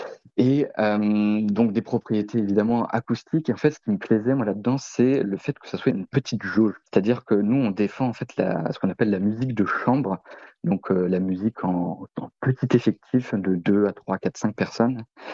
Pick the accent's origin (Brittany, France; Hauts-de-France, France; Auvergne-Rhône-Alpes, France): Brittany, France; Lannion; Moi, en fait, je suis originaire de Lannion, un tout petit peu au nord de Lochinvel, de Belle-Île-en-Terre.